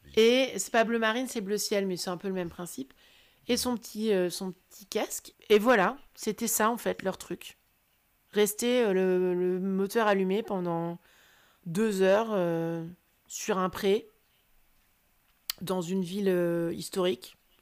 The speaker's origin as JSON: {"language": "French", "town": "Caen", "region": "Normandy", "country": "France", "said": "C'est que moi je viens de Caen en fait."}